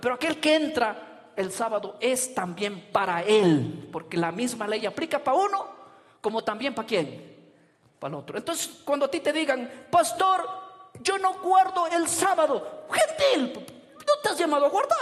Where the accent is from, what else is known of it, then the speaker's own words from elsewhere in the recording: Rodríguez de Mendoza, Amazonas, Peru; born there; Ahora yo soy pueblo de Dios. ¿Soy israelita o no lo soy? No nací en Israel, nací en Rodríguez de Mendoza.